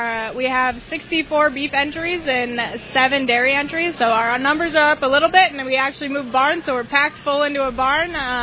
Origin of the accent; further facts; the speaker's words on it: Wing, North Dakota, United States; I'm from Wing, North Dakota, but this week I serve as the Red River Valley Fair beef and dairy superintendent